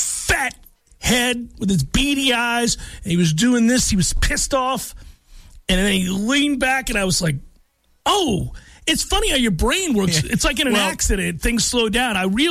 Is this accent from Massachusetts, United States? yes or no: no; St. Petersburg, Florida, United States; My brother and I were at the end of our street where we grew up in St. Pete, was right on the water.